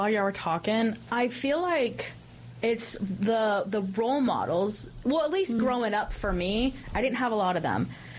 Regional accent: Bible Belt, United States; But I grew up in the Bible Belt. So it's like I was one of two Catholics in my graduating class

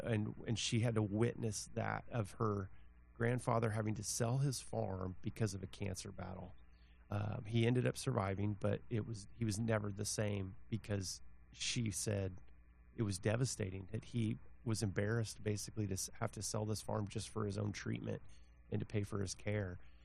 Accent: Manhattan, United States; I'm from Manhattan

